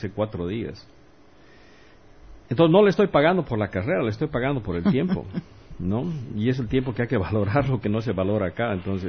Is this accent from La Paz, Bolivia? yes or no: yes; La Paz, Bolivia; yo soy paseño y vengo de La Paz.